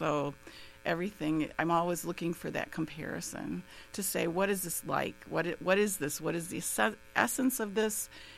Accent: Port Washington, Wisconsin, United States; I grew up in Port Washington and then went to college in Waukesha at Carroll University.

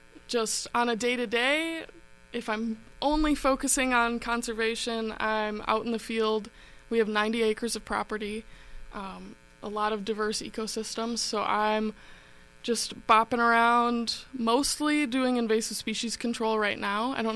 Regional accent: Racine, Wisconsin, United States; So I grew up in Racine.

